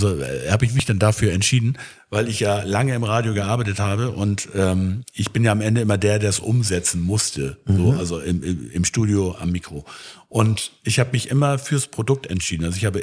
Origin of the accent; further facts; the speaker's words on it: Schleswig, Schleswig-Holstein, Germany; born there; Ich komme ja aus Schleswig, also ich bin ja geboren in Schleswig.